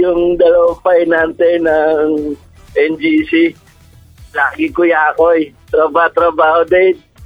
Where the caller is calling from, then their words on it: Tanza, Cavite, Philippines; ng Tansa, Cavite.